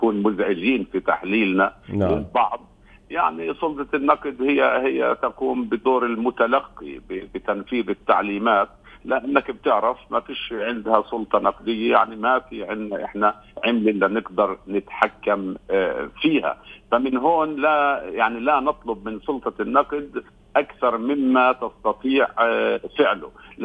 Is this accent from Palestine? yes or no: yes; Palestine; إحنا كفلسطينيين